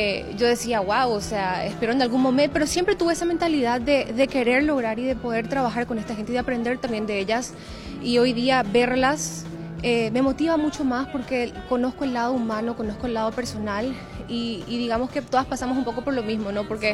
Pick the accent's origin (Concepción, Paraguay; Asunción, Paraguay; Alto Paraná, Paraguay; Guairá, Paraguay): Guairá, Paraguay; Villarrica; En mi caso, yo salí de Villarrica, una ciudad del interior del Paraguay